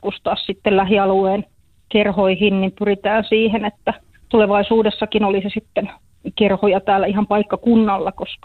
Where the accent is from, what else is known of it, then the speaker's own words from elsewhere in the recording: Jokioinen, Tavastia Proper, Finland; kyllä minä olen Jokioisilta